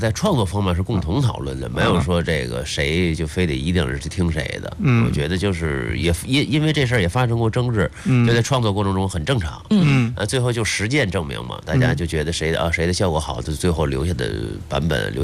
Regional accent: Shandong, China; 因为我们山东人特别讲究这个礼貌嘛

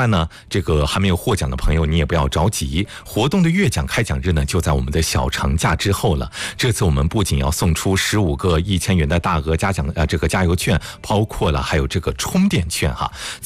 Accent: Shandong, China; 对于我们山东人来说

